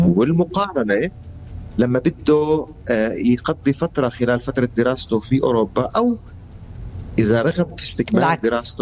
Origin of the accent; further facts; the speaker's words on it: Palestine; وبالتالي وجود المكتب عندنا في فلسطين بيعني لنا شيء كبير،